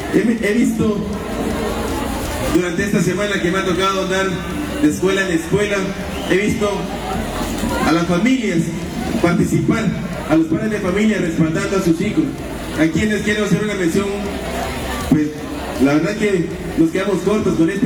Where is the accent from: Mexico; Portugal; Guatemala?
Guatemala; Somos los guatemaltecos